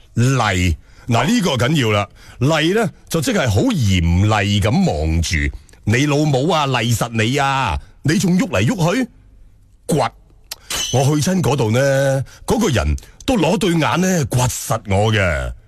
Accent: Guangzhou, Guangdong, China; 呢点呢同我哋广州话讲嘅咪就好唔一样。

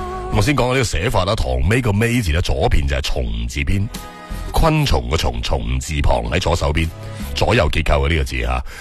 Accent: Guangdong, China; 我哋广东人都好少嗌蜻蜓嘅，都系嗌糖尾咁样系嘅。

